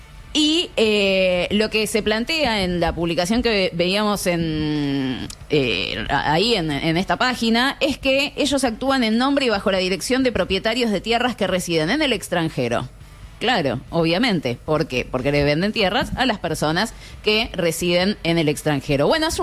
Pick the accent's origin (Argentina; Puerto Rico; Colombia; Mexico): Argentina; Merlo, Buenos Aires Province; born there; also born or lived in Flores, Buenos Aires; Yo nací en Flores y viví en Merlo.